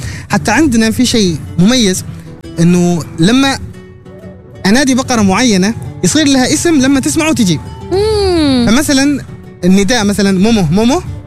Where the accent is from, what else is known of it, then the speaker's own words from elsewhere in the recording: Dhofar, Oman; أنا من خلفية ريفية وجبالية، نحن عندنا اللغة الجبالية أو شحرية، شحرات.